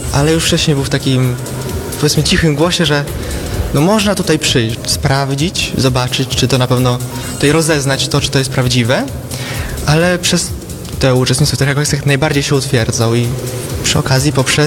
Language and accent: Polish; Myślice, Warmian-Masurian Voivodeship, Poland; Pochodzę z parafii Myślice pod zdaniem świętego Antoniego Padewskiego.